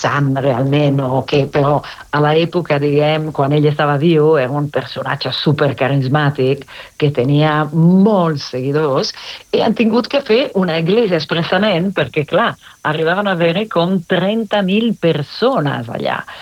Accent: Italy; Catalan is a second language; moved away; sóc italiana

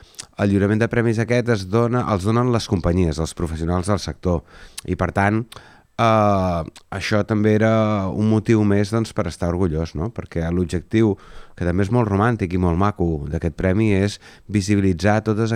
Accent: Mataró, Catalonia, Spain; jo sóc de Mataró

